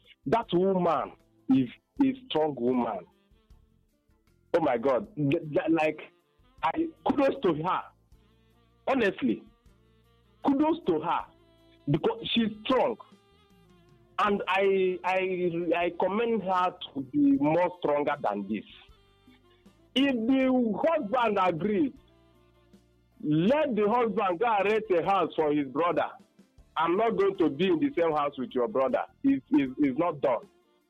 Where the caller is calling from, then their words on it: Enugu, Enugu State, Nigeria; Yeah, I'm calling from Enugu.